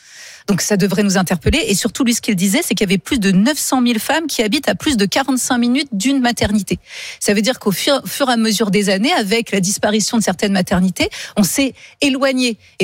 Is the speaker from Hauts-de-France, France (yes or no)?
no; Poitiers, Nouvelle-Aquitaine, France; now in Paris, France; moi, j'ai grandi à Poitiers